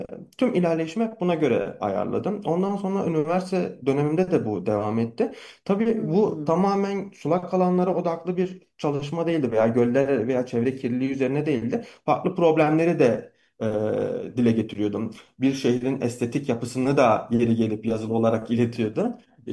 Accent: Kurtalan, Siirt Province, Turkey; moved away; also born or lived in Gaziantep; Siirt'in Kurtalan ilçesinde büyüdüm. Ben babam saat tamircisi, biz Gaziantepliyiz normalde. Orası da bizim ikinci memleketimiz oldu.

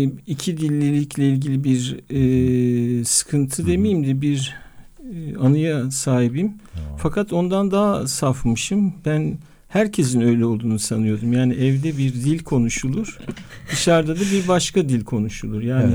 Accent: Ankara, Turkey; Ben Ankara'da doğdum, büyüdüm.

